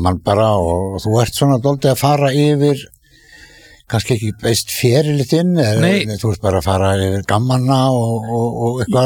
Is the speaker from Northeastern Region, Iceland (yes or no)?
yes; Hrísey, Northeastern Region, Iceland; við erum báðir Hríseingar